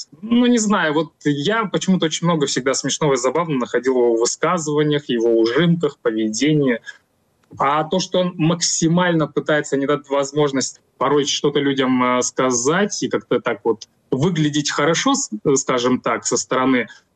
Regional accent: Russia; moved away as an adult; now in Georgia; я сам россиянин, и я до 25 года жил в России.

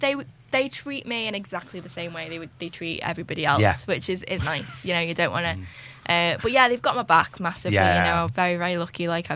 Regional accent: Widnes, North West England, United Kingdom; So I'm from Widnes.

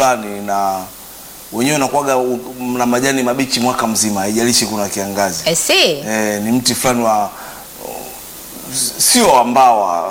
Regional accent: Handeni District, Tanga Region, Tanzania; born there; moved away; also born or lived in Shinyanga; mimi nimekulia sana mkoa wa Tanga. Wilaya kama ya Handeni.

